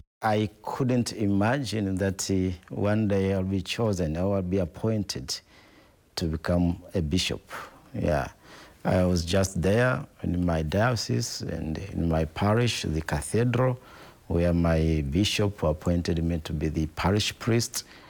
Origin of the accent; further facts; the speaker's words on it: Ifakara, Morogoro, Tanzania; born there; also born or lived in Biro; I am originally from the region of Morogoro, Morogoro region, a town called Ifakara. But I was born in a small village called Biro. That is my originality.